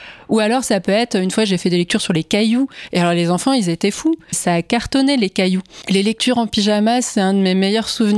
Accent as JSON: {"language": "French", "region": "Grand Est", "country": "France", "tie": "born or raised there", "said": "J'ai grandi en Alsace, hein, donc ça aide avec Tommy Ungerer."}